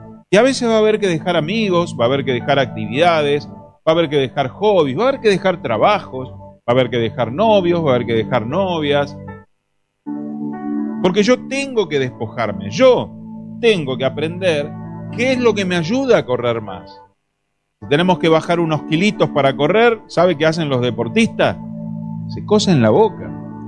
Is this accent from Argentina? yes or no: yes; Argentina; Está bien que somos argentinos y creemos que somos los mejores